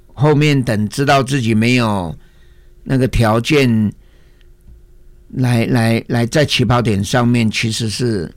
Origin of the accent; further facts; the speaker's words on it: Daxi, Taoyuan, Taiwan; 在大溪哈乔爱，我的家2楼半